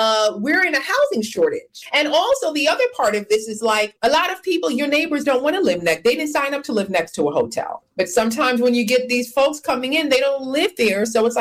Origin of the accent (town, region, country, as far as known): Brooklyn, New York, United States; born or raised there